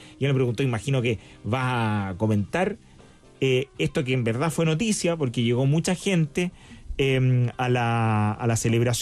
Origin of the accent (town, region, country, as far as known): Chile